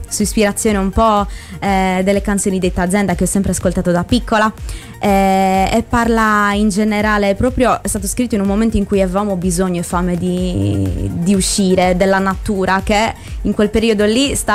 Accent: Quartu Sant'Elena, Sardinia, Italy; ho 26 anni, vengo da Quarto Sant'Elena.

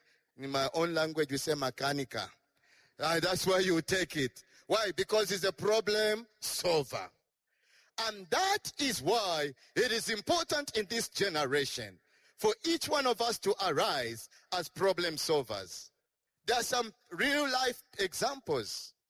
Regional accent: Lusaka, Lusaka Province, Zambia; English is a second language; When growing up in Lusaka, we only had UTH.

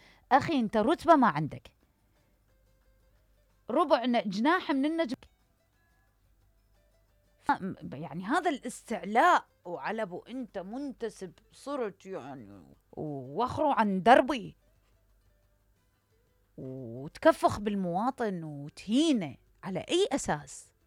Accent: Iraq; أنك تهين كرامتي كإنسان كمواطن عراقي

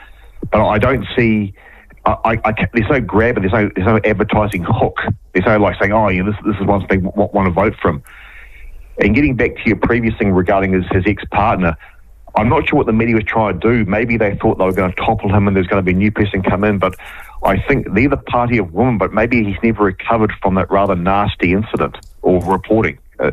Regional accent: Cambridge, Waikato, New Zealand; now in Auckland, New Zealand

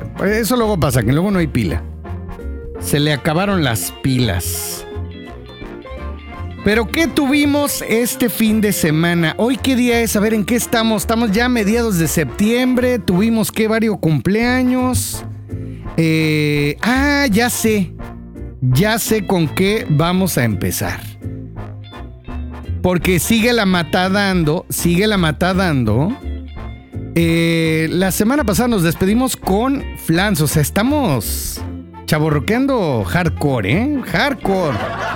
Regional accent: State of Mexico, Mexico; now in Mérida, Mexico; Yo que vengo del Estado de México

